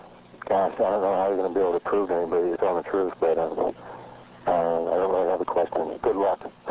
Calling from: Alaska, United States; I'm calling from Alaska.

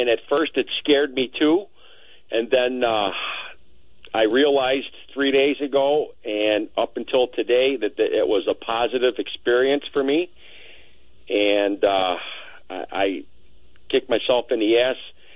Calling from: Lockport, New York, United States; I'm calling you from Lockport, New York.

